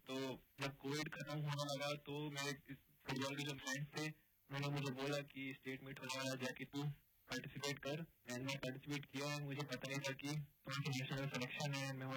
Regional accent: Chhattisgarh, India; मैं 200 मीटर और 400 metre national record holder हूँ एंड मैं छत्तीसगढ़ से बिलोंग करता हूँ सर। अभी मैं उड़ीसा से खेलता हूँ।

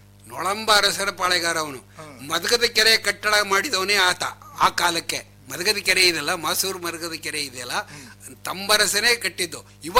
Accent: Kattige, Karnataka, India; moved away; ಹೊನ್ನಾಳಿ ತಾಲೂಕು ಕತ್ತಿಗೆ ಅಂತ

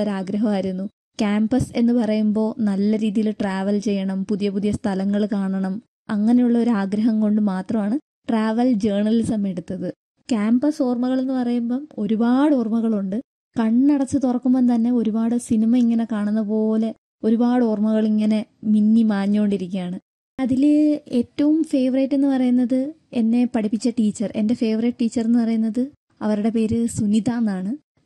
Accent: Bangalore, Karnataka, India; ഞാൻ ബാംഗ്ലൂർ സ്വദേശിനിയാണ്. ജനിച്ചതും വളർന്നതും എല്ലാം ബാംഗ്ലൂരാണ്. മലയാളി തന്നെയാണ്. നാട്ടിൽ കൊല്ലം.

